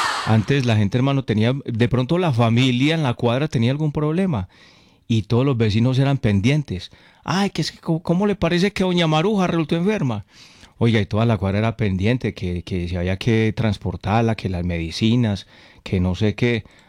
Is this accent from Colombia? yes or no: yes; Concordia, Antioquia, Colombia; Parce, en mi pueblo hay unos ¿cómo es que se llama eso? De esos policías acostados que no le toca parar. Parce, esos parecen muros, hermano, en Concordia.